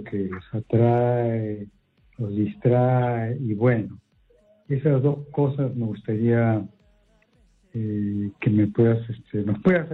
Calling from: Lima, Peru; Yo estoy acá en Lima, en Miraflores.

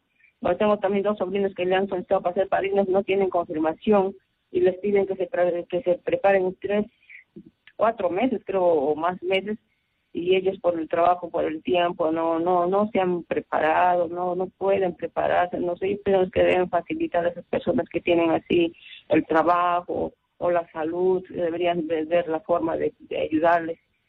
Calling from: Arequipa, Peru; de Arequipa.

